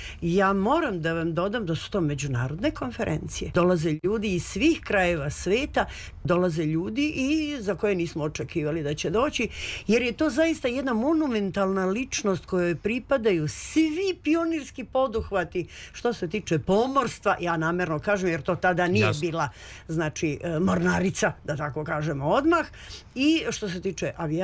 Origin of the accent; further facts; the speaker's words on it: Serbia; Ja sam iz Srbije, naravno, žena možda i ne zna gde je to.